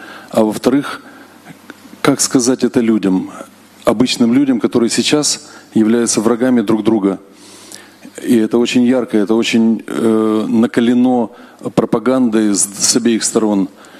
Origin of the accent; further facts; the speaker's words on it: Odesa, Odesa Oblast, Ukraine; Добрый день. … я из Одессы.